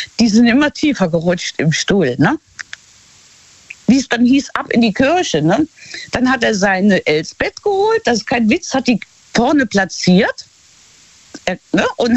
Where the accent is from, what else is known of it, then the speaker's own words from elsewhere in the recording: Luxembourg; und dieses gemähnte Kaffee heißt das bei uns in Luxemburg, das ist eigentlich ja, so eine altmodische Kneipe mit Kaffee